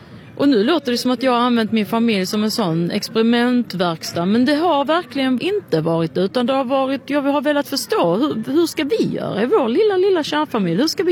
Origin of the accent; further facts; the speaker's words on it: Palestine; jag är ju palestinier